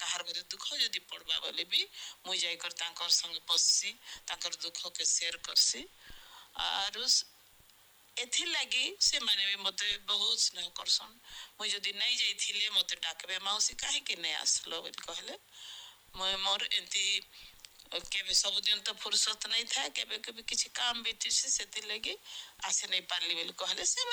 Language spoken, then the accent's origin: Odia; Bhawanipatna, Odisha, India; ଆଉ ମୁଁ ଭବାନୀପାଟଣାର ଅଗସାରପଡ଼ାରେ ମୋର ଘର ସେଠି ଅଛେ।